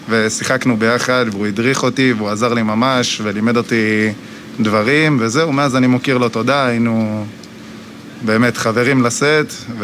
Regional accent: Ashkelon, Southern District, Israel; אני מאשקלון, בן 28.

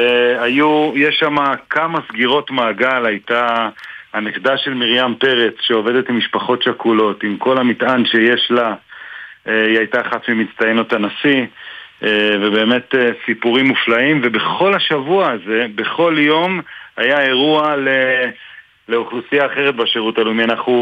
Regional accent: Beit El, Judea and Samaria Area, Israel; אבל אני בן בית אל בילדותי, ואחד מילדי בית אל זה גם בצלס מוטריץ, שר האוצר

